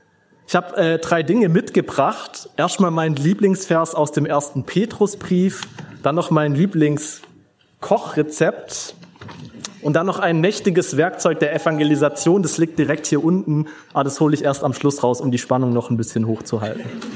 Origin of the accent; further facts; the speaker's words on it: Tuttlingen, Baden-Württemberg, Germany; In Tübingen auf WG-Partys oder da in Tuttlingen, wo ich herkomme, wenn ich da erzählt habe, ich studiere Theologie